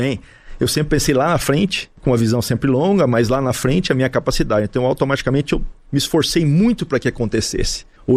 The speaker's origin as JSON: {"language": "Portuguese", "country": "Brazil", "moved": "yes", "lives_now": "abroad", "said": "Eu sempre quis fazer uma coisa no meu país, queira ou não queira, eu sou um patriota, sou brasileiro, quero sempre estar no Brasil, apesar de eu estar 31 anos fora."}